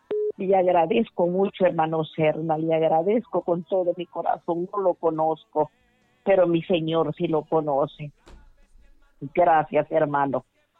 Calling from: San Pedro Sula, Cortés, Honduras; Aquí lo estoy llamando de San Pedro Sula, de la colonia Vía Florencia

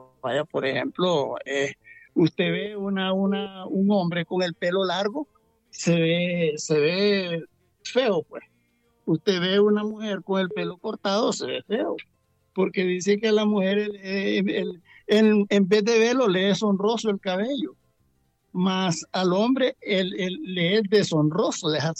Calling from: San Pedro Sula, Cortés, Honduras

